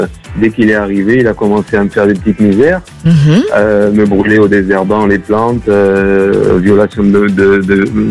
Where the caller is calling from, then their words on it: Nouvelle-Aquitaine, France; Du bassin d'Arcachon